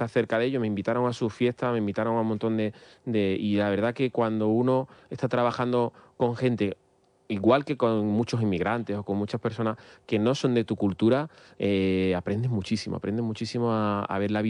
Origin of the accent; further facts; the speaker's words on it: Andalusia, Spain; now in Madrid, Spain; Yo que soy andaluz, pues Vallecas puede ser lo que más se parece a Andalucía, ¿no?